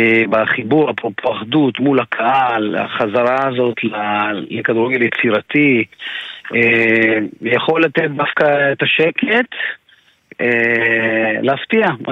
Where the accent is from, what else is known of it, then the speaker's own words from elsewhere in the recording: Ashdod, Southern District, Israel; אני גדלתי באשדוד